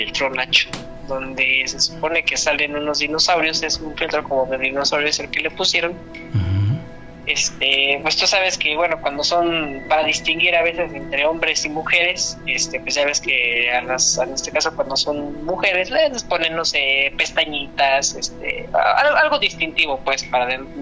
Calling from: Mexico City, Mexico; De acá, de Tlalpan.

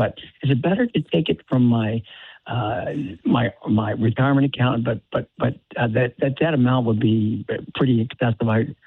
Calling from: San Carlos, California, United States; Yes, I'm calling you from the West Coast in the San Carlos area.

